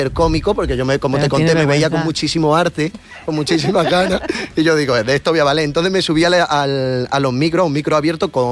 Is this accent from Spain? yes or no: yes; Frigiliana, Andalusia, Spain; soy de Frigiliana.